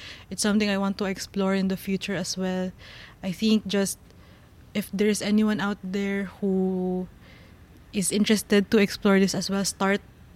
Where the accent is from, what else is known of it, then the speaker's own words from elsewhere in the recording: Manila, Metro Manila, Philippines; I'm from Manila. I grew up in Manila. I was born in Manila.